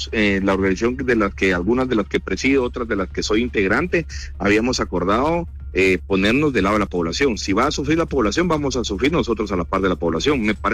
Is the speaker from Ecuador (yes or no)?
no; Guatemala; No compro cosas extraordinarias, soy un guatemalteco común y corriente.